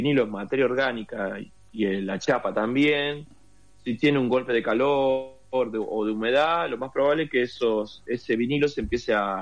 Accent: Argentina; born there; Y yo nací acá, soy argentino, pero mi familia toda es uruguaya. Y nada, me crié escuchando música uruguaya.

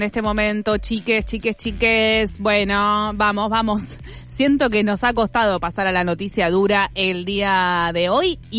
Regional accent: Argentina; ¿por qué soy argentino?

